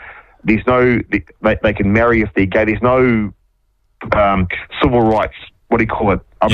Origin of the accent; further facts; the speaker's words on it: Waikato, New Zealand; moved away; I'm from the Waikato originally